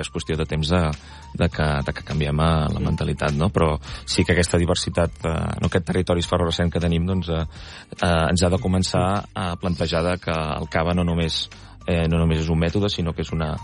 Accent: Catalonia, Spain; nosaltres som del Penedès i no ens volem moure gaire lluny.

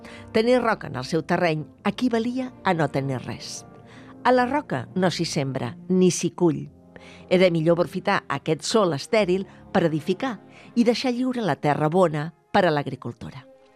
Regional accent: Catalonia, Spain

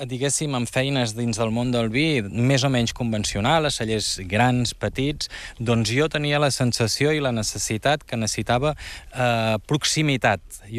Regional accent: Girona, Catalonia, Spain; now in l'Albera, Spain

